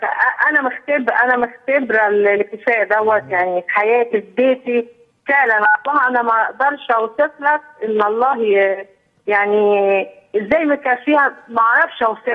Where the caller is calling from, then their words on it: Cairo, Cairo Governorate, Egypt; أنا من القاهرة، قرية النخل، من عند الأسيس عبد الله.